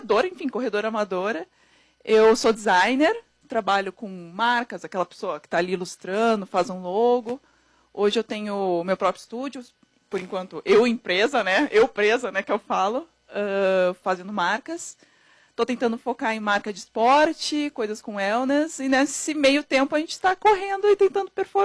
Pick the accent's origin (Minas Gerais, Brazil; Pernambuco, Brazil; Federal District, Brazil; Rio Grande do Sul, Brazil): Rio Grande do Sul, Brazil; Porto Alegre; moved away as an adult; now in São Paulo, Brazil; eu sou de Porto Alegre, mas moro aqui há 4 anos, em São Paulo.